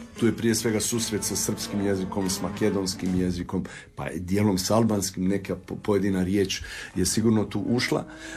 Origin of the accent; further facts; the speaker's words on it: Janjevo, Kosovo; moved away; Ja sam rođen u Janjevu i osnovnu školu sam završio u Janjevu.